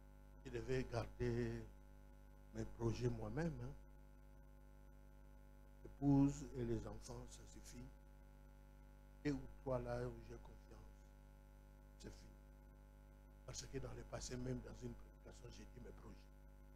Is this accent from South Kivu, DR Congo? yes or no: no; Kinshasa, DR Congo; Bien aimé, aujourd'hui, chez nous, à Kinshasa, moi je suis de Kinshasa.